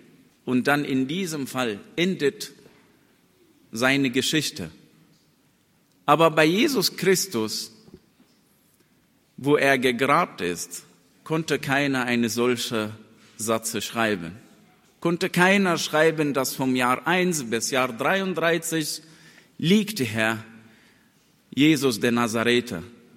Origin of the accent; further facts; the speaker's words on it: Egypt; German is a second language; Bei uns in Ägypten, wir haben solche Feiern nicht. Wir feiern nicht als Gemeinde oder in die Kirche.